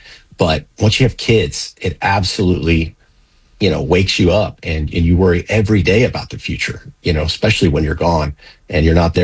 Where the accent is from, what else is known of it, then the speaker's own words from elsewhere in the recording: Martin County, Florida, United States; I grew up in Martin County. I'm a son of a Marine. I've got three brothers.